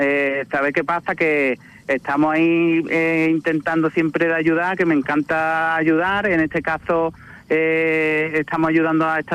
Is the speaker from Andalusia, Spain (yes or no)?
yes; Jerez de la Frontera, Andalusia, Spain; me siento muy querido en mi tierra